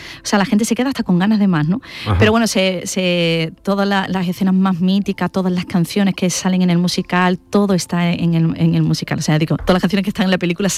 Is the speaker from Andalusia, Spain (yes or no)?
yes; Andalusia, Spain; moved away; ya por fin nos toca Andalucía, que yo ya tenía ya ganas de venir a mi tierra